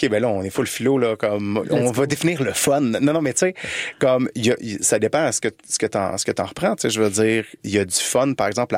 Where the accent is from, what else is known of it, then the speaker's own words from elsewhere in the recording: Laval, Quebec, Canada; also born or lived in Ontario; now in Montreal, Canada; moi, j'ai grandi à Laval. Là, maintenant, je suis à Montréal, j'ai passé un petit peu de temps en Ontario.